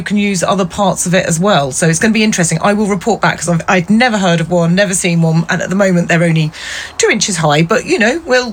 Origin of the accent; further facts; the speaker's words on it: England, United Kingdom; everyone loves being English and talking about the weather